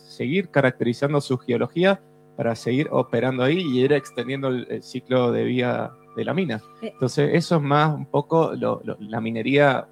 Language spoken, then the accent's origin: Spanish; Mendoza, Argentina; yo me sorprendí como mendocino, soy más mendocino que el WON